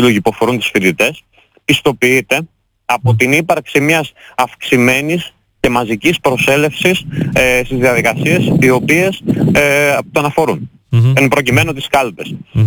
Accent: Amfilochia, Western Greece, Greece; Είμαι από την Αμφιλοχία, της Οδοκαρνανίας.

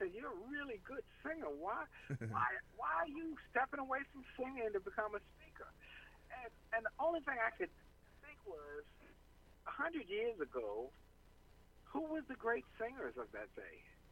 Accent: Washington, District of Columbia, United States; I grew up in Washington, D.C., and yeah. I still live there.

